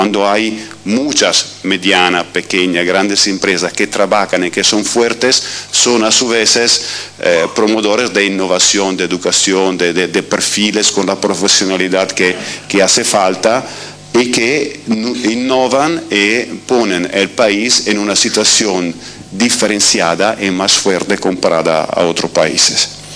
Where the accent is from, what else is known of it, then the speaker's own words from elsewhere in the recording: Italy; Spanish is a second language; Yo llego de Italia, soy italiano, y veo como no existe que sea una industria que promueva este discurso.